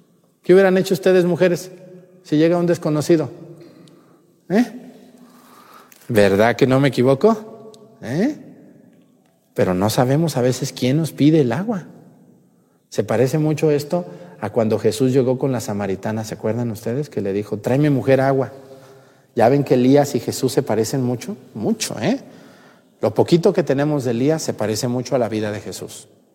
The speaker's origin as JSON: {"language": "Spanish", "region": "Jalisco", "country": "Mexico", "moved": "yes", "lives_now": "Guerrero, Mexico", "said": "a mí como sacerdote que soy de Jalisco"}